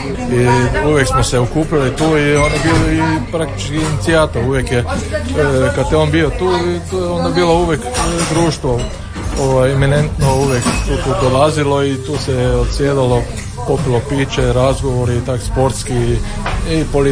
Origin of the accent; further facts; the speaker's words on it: Jablanovec, Zagreb County, Croatia; Nikad nisam govorio Zaprešić ili Kajer Bistra, nego da dolazim iz Jablanovca.